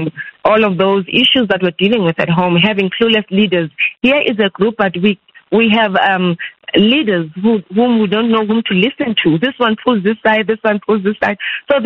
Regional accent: South Africa; I'm from South Africa

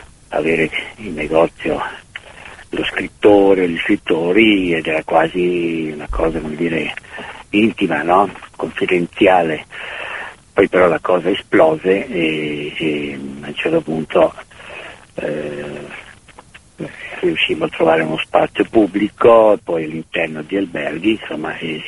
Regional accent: Venice, Veneto, Italy; now in Cortina d'Ampezzo, Italy; Noi proveniamo da Venezia

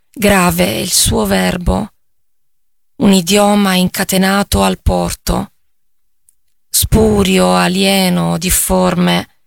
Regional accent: Taranto, Apulia, Italy; Taranto. È Taranto, la mia città natale. Il dialetto è un dialetto molto cupo, un dialetto sordo, un dialetto gutturale, con molte consonanti.

